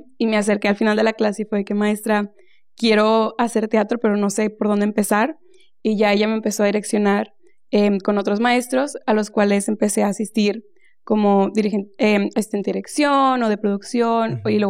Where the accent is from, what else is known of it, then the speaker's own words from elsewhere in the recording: Monterrey, Nuevo León, Mexico; moved away as an adult; now in New York, United States; No, vivo en Nueva York, pero soy originaria de Monterrey.